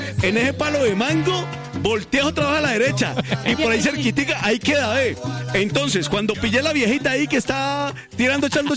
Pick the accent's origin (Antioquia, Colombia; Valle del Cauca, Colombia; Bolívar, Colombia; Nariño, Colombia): Valle del Cauca, Colombia; also born or lived in Cali; now in Bogotá, Colombia; Yo no soy caleño, yo soy vallecaucano.